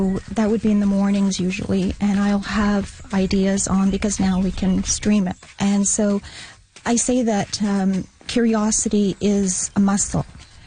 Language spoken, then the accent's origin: English; Mono, Ontario, Canada; I'm from Mono, Ontario.